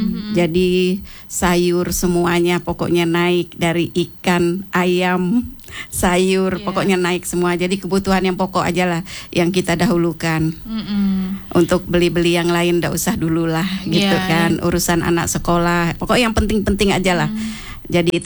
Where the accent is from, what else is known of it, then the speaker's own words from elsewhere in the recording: Kapuas Hulu, West Kalimantan, Indonesia; now in Sintang, Indonesia; saya kan orang Kapuasulu.